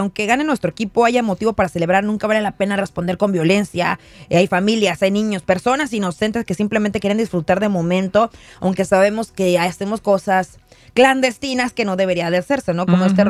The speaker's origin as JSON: {"language": "Spanish", "country": "Mexico", "said": "Fue un ancla, como un ancla más de sí soy mexicano."}